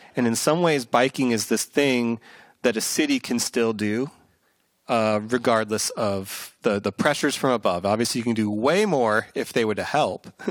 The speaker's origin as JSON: {"language": "English", "town": "St. Louis", "region": "Missouri", "country": "United States", "moved": "yes", "lives_now": "Seattle, United States", "said": "I'm originally from Missouri, from St. Louis, Missouri."}